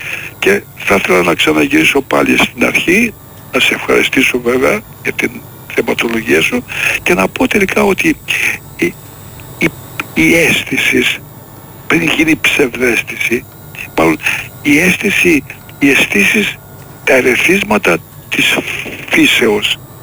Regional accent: Greece

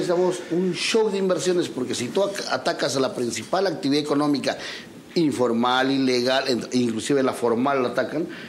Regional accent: Peru; Que también los que somos del sur, los que somos de JP, somos peruanos.

